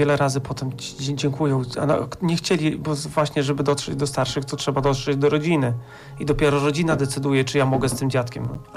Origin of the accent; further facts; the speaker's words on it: Podlaskie Voivodeship, Poland; u nas na Podlasiu